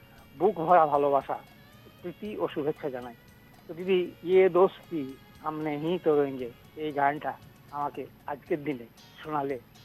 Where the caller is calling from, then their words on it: Dubrajpur, West Bengal, India; আমি পশ্চিমবঙ্গের বীরভূম জেলার দুবরাজপুর থেকে বলছি